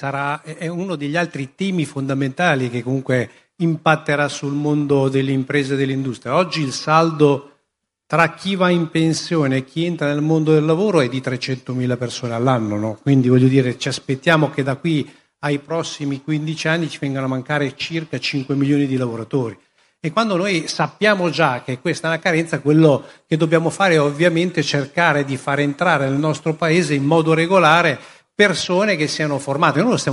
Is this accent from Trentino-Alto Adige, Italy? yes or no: no; Maranello, Emilia-Romagna, Italy; Io sono di Modena, Maranello